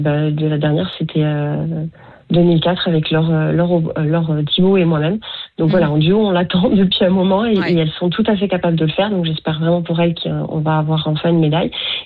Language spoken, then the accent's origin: French; France; Donc on est chez nous en France.